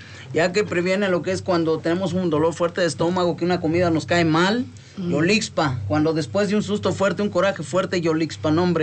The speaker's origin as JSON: {"language": "Spanish", "town": "Cuetzalan", "region": "Puebla", "country": "Mexico", "said": "ya saben que soy Cuetzalan. Venimos a veces varios de Cuetzalan"}